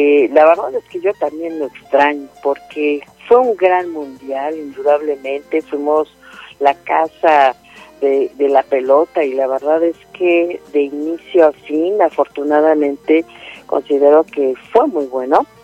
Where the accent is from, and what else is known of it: Mexico